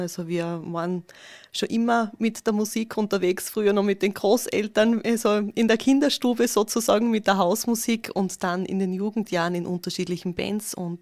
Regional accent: Söchau, Styria, Austria; Ich komme ja aus Söcher bei Fürstenfeld

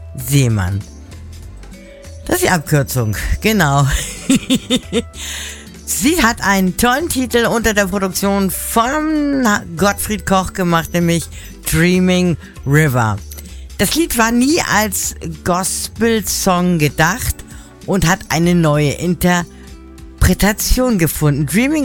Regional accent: Hamburg, Germany; Wir gehen jetzt zu einer Dame aus Hamburg, aus meiner Heimatstadt.

